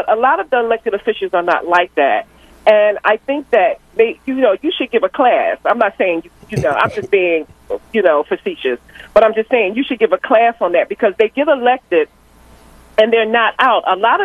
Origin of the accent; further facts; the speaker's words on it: Philadelphia, Pennsylvania, United States; born and raised in Philly, grew up in Philly, and I have my relatives that live in different sections.